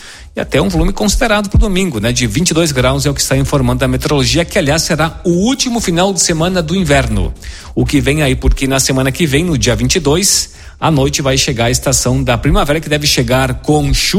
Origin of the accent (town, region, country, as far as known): Rio Grande do Sul, Brazil